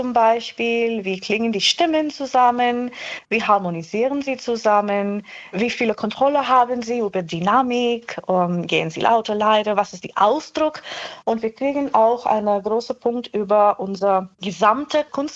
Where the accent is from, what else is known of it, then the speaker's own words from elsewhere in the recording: India; now in Ulm, Germany; Ich komme aus Indien selber